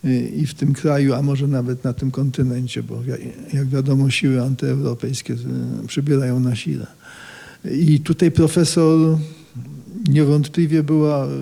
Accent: Warsaw, Masovian Voivodeship, Poland; gdybym się nie urodził na Grochowie, a powiedzmy tam, gdzie teraz mieszkam, czyli tam na Mokotowie czy w centrum

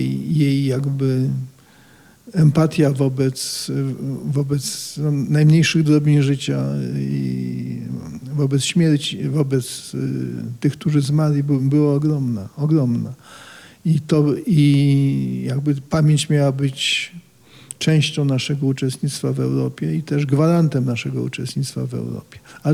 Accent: Warsaw, Masovian Voivodeship, Poland; gdybym się nie urodził na Grochowie, a powiedzmy tam, gdzie teraz mieszkam, czyli tam na Mokotowie czy w centrum

